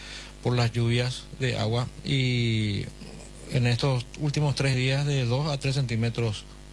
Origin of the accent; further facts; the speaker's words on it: Paraguay